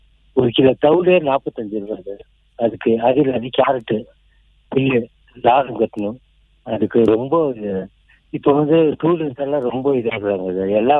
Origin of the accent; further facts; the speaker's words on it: Ooty, Tamil Nadu, India; நான் வந்து இங்க காந்தல்லயே பிறந்து வளர்ந்ததுதான்.